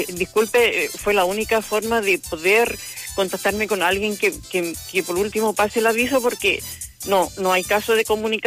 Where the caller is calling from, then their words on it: Copiapó, Atacama, Chile; Estoy llamando de Copiapó, de la población Barrio Nuevo.